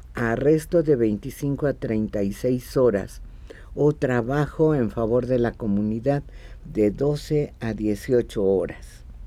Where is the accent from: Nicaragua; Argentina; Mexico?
Mexico; representan para nosotros como mexicanos.